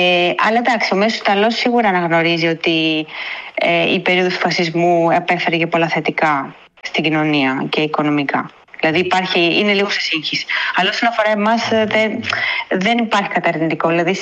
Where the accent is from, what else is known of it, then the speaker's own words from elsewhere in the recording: Greece; now in Italy; εγώ σαν Ελληνίδα